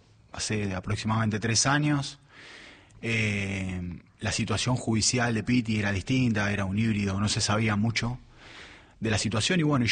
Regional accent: Buenos Aires, Argentina; yo viví toda mi vida en el barrio del Abasto

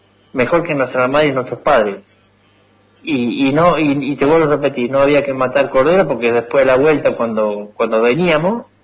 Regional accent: Morteros, Córdoba, Argentina; ¿de dónde sos? Y yo le digo, de Mortero.

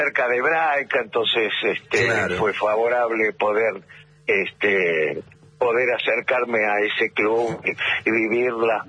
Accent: Buenos Aires, Argentina; born there; Nací en el barrio de Versalles.

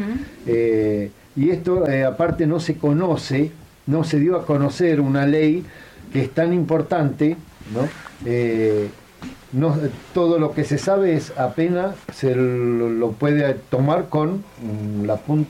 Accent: Argentina

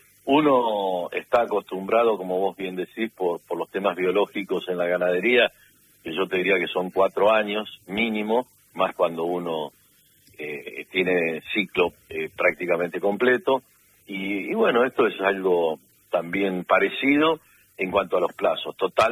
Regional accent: Martínez de Oz, Buenos Aires Province, Argentina; Yo de un pueblito de Martínez de Oz, a 20 kilómetros de distancia, sí. En el partido de Lincoln, ¿no?

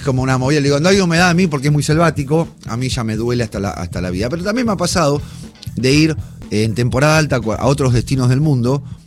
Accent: Argentina; Mar del Plata somos nosotros, Argentina

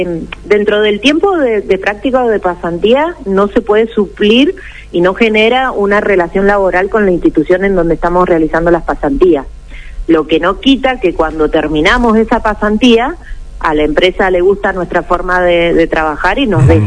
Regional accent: General Alvear, Mendoza, Argentina; Yo soy nacida en General Alvear. Uh-huh. Fui a una escuela técnica de allá de Alvear

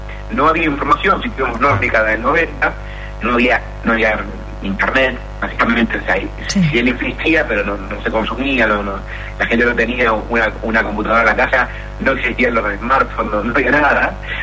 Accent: Bernardo de Irigoyen, Santa Fe, Argentina; moved away as an adult; also born or lived in Rosario; now in Buenos Aires, Argentina; yo me había venido recién a Buenos Aires a vivir, que vengo del interior de Rodríguez de Santa Fe.

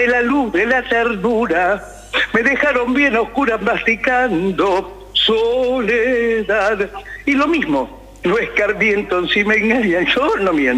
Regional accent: Buenos Aires, Argentina; Pero ¿sabes una cosa? Yo nací en Caballito.

